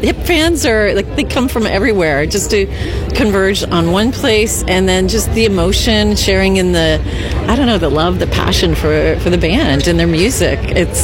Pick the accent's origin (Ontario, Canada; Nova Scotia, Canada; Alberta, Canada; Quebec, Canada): Ontario, Canada; Napanee; I'm from Napanee.